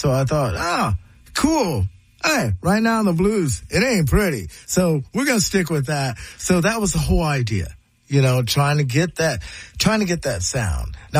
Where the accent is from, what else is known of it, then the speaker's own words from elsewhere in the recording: Ohio, United States; And I go, yeah, man, I'm from Ohio.